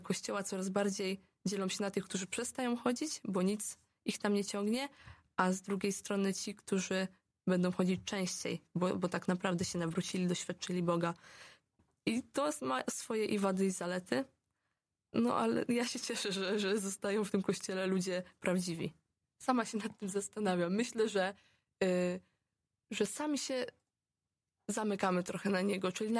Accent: Andrespol, Łódź Voivodeship, Poland; Ja pochodzę spod Łodzi tak naprawdę, z Andrespola

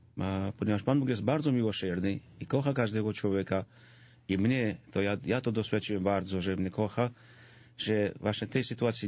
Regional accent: Georgia; born or raised there; Polish is a second language

